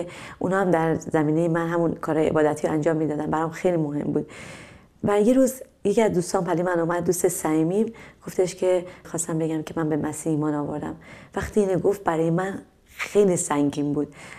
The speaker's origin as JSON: {"language": "Persian", "country": "Iran", "tie": "born or raised there", "said": "من از یه خانواده مذهبی خیلی شدیدی هستم توی ایران و توی خانواده بزرگ شدم و خانواده من تمام تعالیم مذهبی رو به من دادن"}